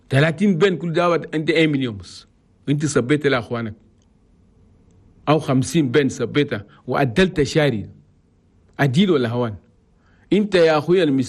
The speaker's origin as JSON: {"language": "Arabic", "country": "Chad", "said": "انينا كلنا يالنا تشاد والله يحفظ بلدنا تشاد"}